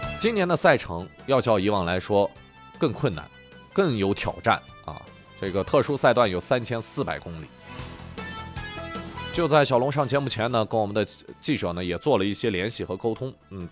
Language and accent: Chinese; Xinjiang, China; 在我们的家乡新疆啊